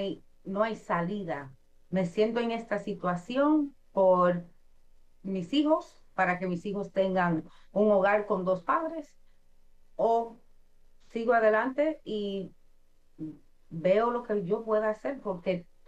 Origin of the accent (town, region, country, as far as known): Dominican Republic